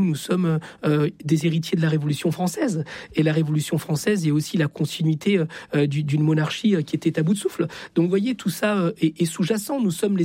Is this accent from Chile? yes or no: yes; Chile; now in France; Je viens du Chili, je suis fils d'exilé politique, je suis en France parce que l'extrême droite a pris le pouvoir de la pire des manières.